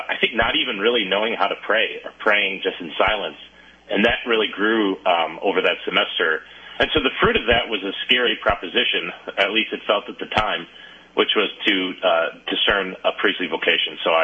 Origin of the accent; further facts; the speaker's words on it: Elm Grove, Wisconsin, United States; So I grew up in Elm Grove, a suburb right next to it. I went to a K through 8 parochial school, went to an all-boy Jesuit high school here in Milwaukee named Marquette High School.